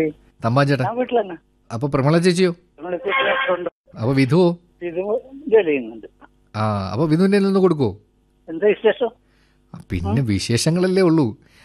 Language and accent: Malayalam; Nileshwaram, Kerala, India; ഞങ്ങൾ കാസർഗോഡ് നീലേശ്വരം നാട്ടിൽ നിന്നാണ്. ഗ്രാമത്തിന്റെ പേര് കൊട്രച്ചാൽ.